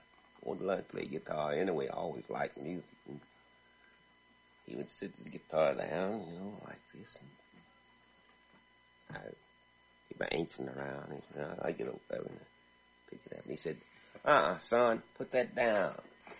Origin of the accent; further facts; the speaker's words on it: Avalon, Mississippi, United States; also born or lived in Tioc; a little place they call Tioc, Mississippi. And they brought me up to Avalon when I was just a baby. I grew up in Avalon.